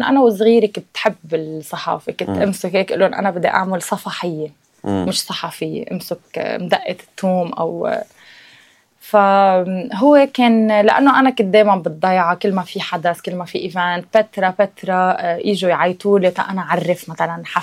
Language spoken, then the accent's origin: Arabic; Baskinta, Mount Lebanon, Lebanon; accent: Baskintawi; moved away as an adult; أهل بس كنتا بحبوا الضيعة. أنا بحب ضيعتي لأسباب عديدة، أقولش ضيعتي مطرح ما أنا خلقت، خصوصا أنا ربيت فوق. يعني أنا نزلت رالف على بيروت بس بالجامعة، يعني أنا تعلمت فوق بمدارسة